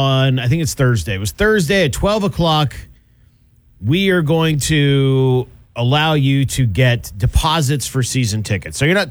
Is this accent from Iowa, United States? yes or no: no; Portland, Maine, United States; I grew up in Greater Portland, and I went to tons of games growing up.